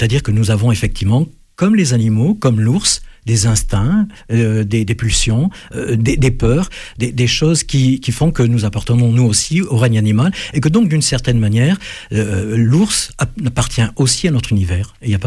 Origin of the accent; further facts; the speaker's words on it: Auvergne-Rhône-Alpes, France; Je connais bien l'Ardèche parce que c'est ma région d'origine avec la Drôme.